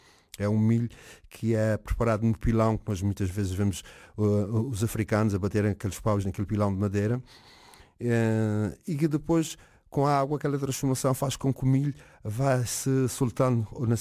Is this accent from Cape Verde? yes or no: yes; Cape Verde; born there; moved away; eu como nasci em Cabo Verde